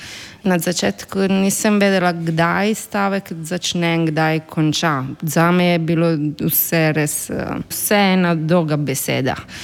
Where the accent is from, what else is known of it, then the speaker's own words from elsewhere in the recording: Italy; Slovenian is a second language; moved away as an adult; now in Ljubljana, Slovenia; da nisem iz Primorske in da sem iz Italije.